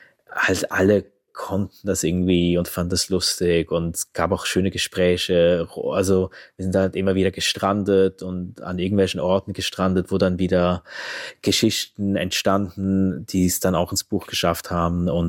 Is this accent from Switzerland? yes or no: yes; Switzerland; ich bin auch Schweizer